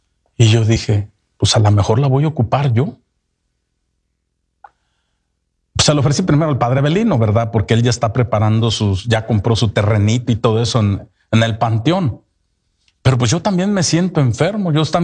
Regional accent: Mexico; aunque venimos de diferentes países de Centroamérica, algunos celebran su independencia hoy y nosotros, mexicanos, mañana

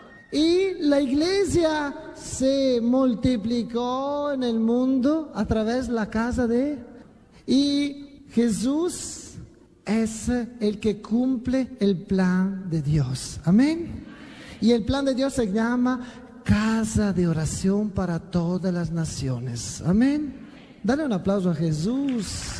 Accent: Italy; moved away; Yo soy italiano, por eso hago así.

